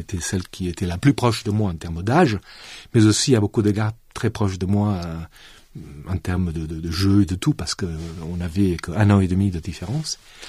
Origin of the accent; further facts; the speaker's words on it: Southern France, France; accent: southern French; Donc, je viens du sud de la France, en effet, mon accent le trahit parfaitement. Et donc, j'ai eu la chance de naître dans un monde de paysans.